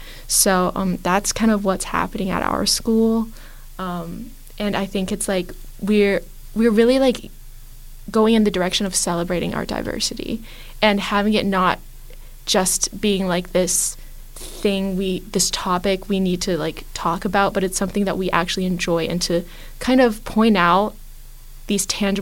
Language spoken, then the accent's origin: English; China; now in United States; So I grew up in China.